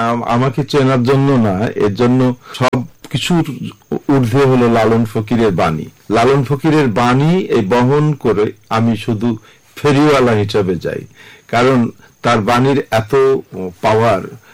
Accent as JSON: {"language": "Bangla", "town": "Philipnagar", "region": "Khulna Division", "country": "Bangladesh", "tie": "born or raised there", "also_born_or_lived": "India", "said": "জন্মটা তো সেই 1952 সালে 13 ডিসেম্বর কুষ্টিয়া জেলার অন্তর্গত একেবারে প্রত্যন্ত অঞ্চল দৌলতপুর থানার ফিলিপনগর গ্রামে।"}